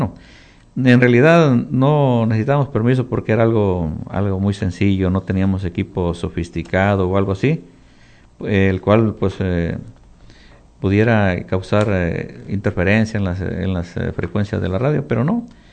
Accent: Quimistán, Santa Bárbara, Honduras; born or raised there

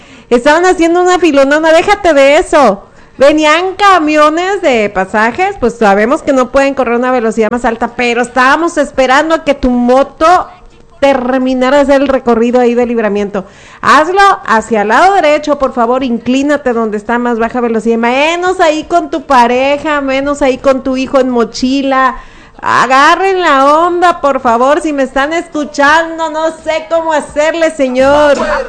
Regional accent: Nayarit, Mexico; soy mexicana. Aunque me vean ahí que a veces con mis rasgos europeos. No es cierto, nada que ver, 100% Cora, aquí estoy de corazón, Nayarita.

